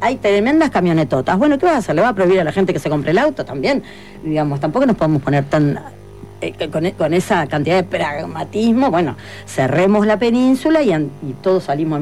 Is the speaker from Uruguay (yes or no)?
yes; Punta del Este, Maldonado, Uruguay; Nací en Punta del Este, pero me crié en un barrio de mucamas, que era ese, la Parada 2, donde está la terminal